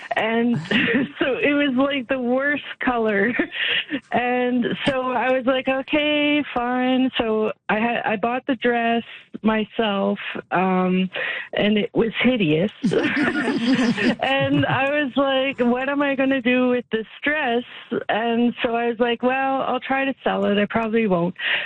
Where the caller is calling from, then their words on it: Edmonton, Alberta, Canada; I am calling from Edmonton.